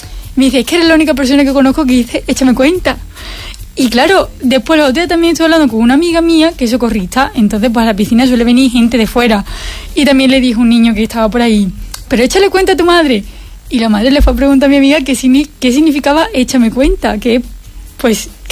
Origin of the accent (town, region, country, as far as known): Lepe, Andalusia, Spain; moved away as an adult; now in Madrid, Spain